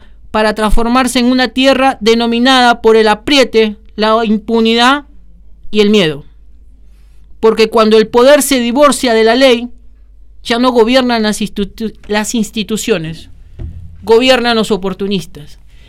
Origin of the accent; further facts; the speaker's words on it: Argentina; nosotros somos ciudadanos argentinos